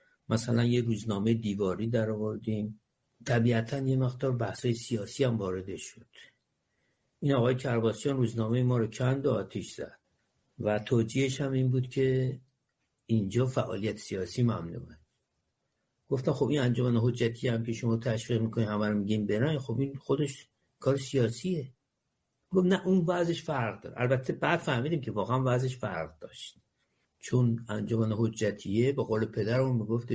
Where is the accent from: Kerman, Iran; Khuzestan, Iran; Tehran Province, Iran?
Tehran Province, Iran; Tehran; من متولد 4 آبان 1333 در جنوب تهران توی خیابان امیریه محله قلعه وزیر در یک خونه نسبتاً محقری به دنیا اومدم. زندگیمون ابتدا مثل همه بچه ها، البته محله ما یه محله نسبتاً سنتی مخلوطی بود، از همه جور آدمی تو اون محل بود